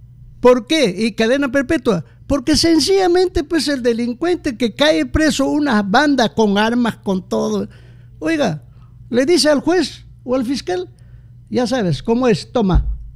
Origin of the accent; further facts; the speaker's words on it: Peru; yo lo único como ciudadano peruano reclamo y exijo es que seguridad.